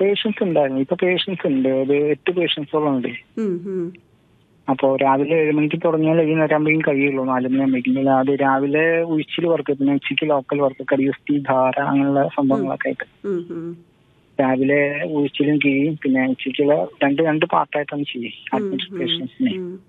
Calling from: Thrissur, Kerala, India; ഞാൻ വിളിക്കുന്നത് തൃശ്ശൂരിൽ നിന്നാണ്

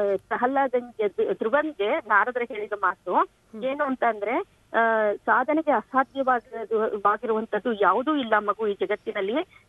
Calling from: Mysore, Karnataka, India; ಮೈಸೂರಿನಿಂದ ಮಾತಾಡ್ತಾ ಇರೋದು.

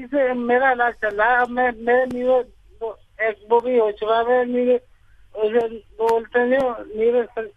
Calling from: Mathura, Uttar Pradesh, India; मैं सर कृष्णनगर में मथुरा में रहता हूँ।

